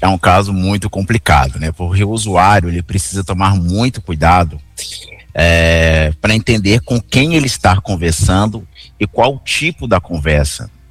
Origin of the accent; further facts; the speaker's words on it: Belo Horizonte, Minas Gerais, Brazil; accent: mineiro; Eu, por exemplo, sou mineiro, sou de Belo Horizonte, né?